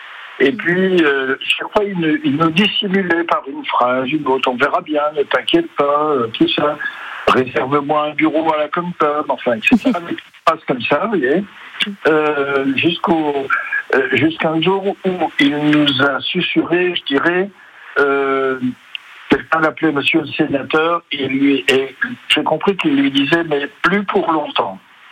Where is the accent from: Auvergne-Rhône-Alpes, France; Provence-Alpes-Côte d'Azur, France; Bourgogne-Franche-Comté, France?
Bourgogne-Franche-Comté, France; Beaune; moved away; on n'est pas de la grande ville ni l'un ni l'autre, lui venait de Senur, moi je venais de Beaune